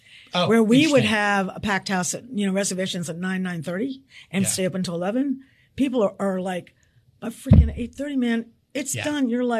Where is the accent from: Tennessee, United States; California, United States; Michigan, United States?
Tennessee, United States; Memphis; also born or lived in Manhattan; I came from Memphis. So … in Manhattan.